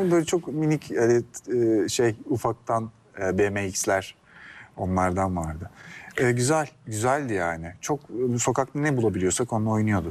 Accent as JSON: {"language": "Turkish", "region": "İzmir", "country": "Turkey", "tie": "born or raised there", "also_born_or_lived": "Karacabey", "said": "Tepecik'te. Tepecik. Yani Tepecik kısmında doğdum ama Buca, Şirinyer kısmında devam etti hikaye."}